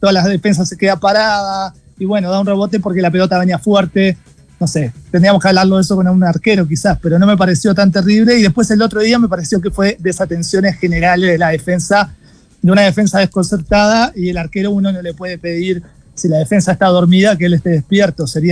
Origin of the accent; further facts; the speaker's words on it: Uruguay; moved away; me invitó a mí con 20 años, siendo uruguayo